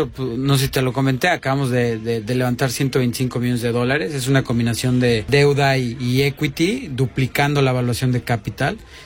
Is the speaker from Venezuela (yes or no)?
no; Mexico; nosotros, que somos emprendedores mexicanos